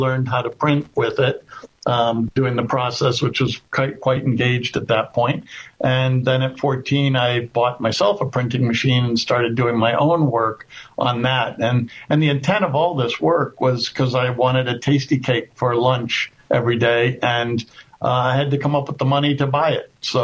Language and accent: English; Pennsylvania, United States; I'm from just north of Philadelphia.